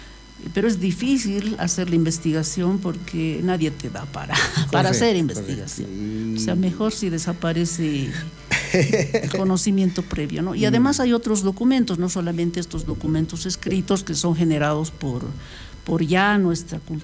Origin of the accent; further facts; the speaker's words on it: Oruro, Bolivia; como orureños. Exacto. Y como bolivianos